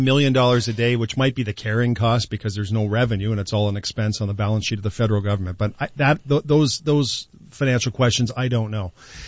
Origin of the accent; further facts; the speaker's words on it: Canada; I'm Canadian first.